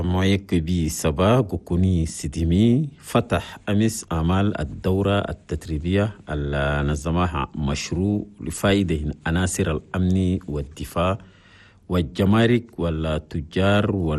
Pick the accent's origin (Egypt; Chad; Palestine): Chad; في بلدنا تشاد